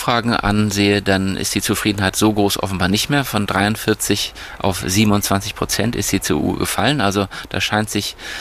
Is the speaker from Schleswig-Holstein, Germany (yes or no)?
yes; Plön, Schleswig-Holstein, Germany; Aber in meiner Heimatstadt Plön, wenn ich sehe, dass dort für 4 Jahre eine ganze Region abgehängt wird